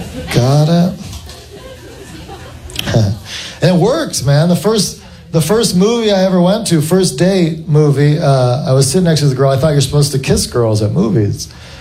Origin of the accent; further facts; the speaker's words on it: Morgantown, West Virginia, United States; Actually, I grew up in West Virginia, Morgantown, West Virginia, which at the time had the highest teen pregnancy rate of any state.